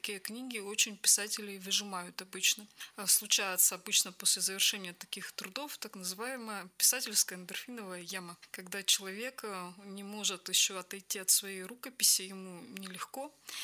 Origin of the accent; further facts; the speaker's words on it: Poltinina, Vologda Oblast, Russia; На вологодском диалекте название моей родной деревни Полтинина звучит своеобразно.